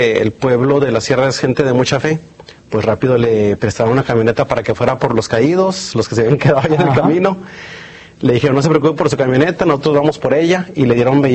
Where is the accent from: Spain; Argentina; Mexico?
Mexico; Sonora; Entonces imagínense cuando llegan a mi pueblo, el Yaqui se llama.